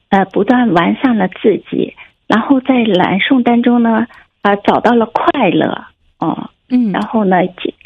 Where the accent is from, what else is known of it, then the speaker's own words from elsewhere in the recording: Jiangxi, China; accent: southern; moved away as an adult; now in Changchun, China; 我是来自那个江西的。